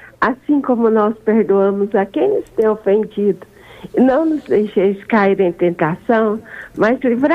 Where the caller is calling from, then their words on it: Itaúna, Minas Gerais, Brazil; Eu sou de Itaúna e trabalho em Carmo-Cajuru.